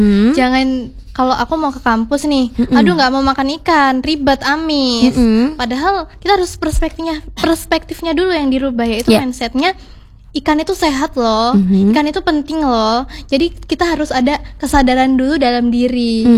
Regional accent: Lampung, Indonesia; Kalau aku, karena aku dari Sumatera, dari Lampung, aku ikannya sukanya ikan patin.

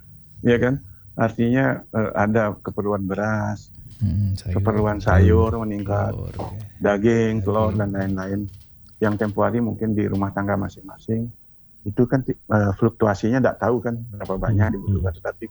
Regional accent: Bangi, Indonesia; kalau seperti saya pulang ke kampung dalam satu saat, ini kampung saya di Bangi

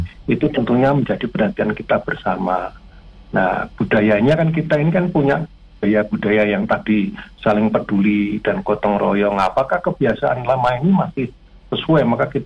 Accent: Semarang, Central Java, Indonesia; kita ini kan warga Kota Semarang

